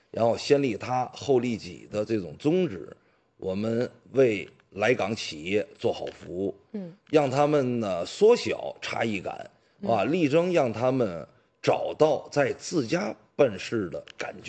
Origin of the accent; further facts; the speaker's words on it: Hainan, China; 我是海南人，我爱海南，我希望海南越来越好